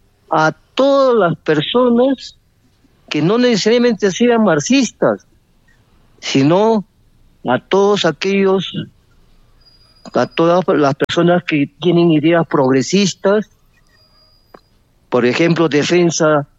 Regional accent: Peru; protegiendo nuestros propios intereses como pueblo peruano.

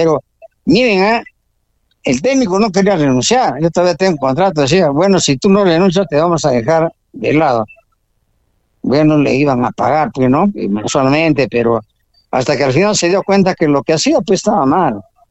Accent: Peru

